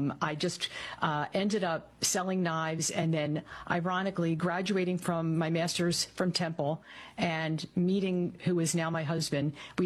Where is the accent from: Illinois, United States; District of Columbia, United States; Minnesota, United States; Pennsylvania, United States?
Pennsylvania, United States; Philadelphia; I am from the far northeast, Philadelphia, and I'm the oldest of three.